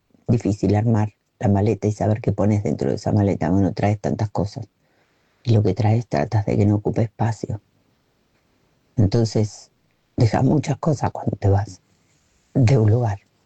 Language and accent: Spanish; Argentina; Todo el mundo sabe que yo soy argentina, no solo por el modo de hablar, no importa dónde esté.